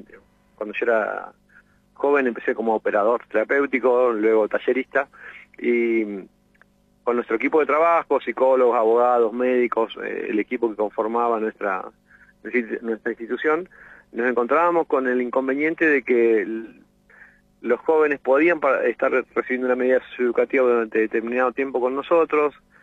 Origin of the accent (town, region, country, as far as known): Chubut, Argentina